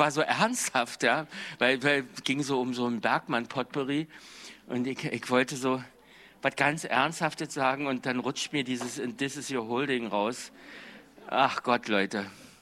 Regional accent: Cottbus, Brandenburg, Germany; also born or lived in Greifswald; Mein Vater war jüngster Chefdramaturg der DDR. mit 24, 25 war er in Greifswald und dann sind wir von Greifswald nach Cottbus gezogen.

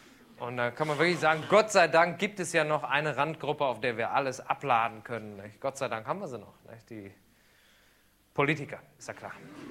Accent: Düsseldorf, North Rhine-Westphalia, Germany; Ich komme ja aus Düsseldorf und. Habe ich schon schlimmer erlebt hier. Und Düsseldorf ist ja irgendwie so ein bisschen so die schicke Stadt, hält sich zumindest so dafür.

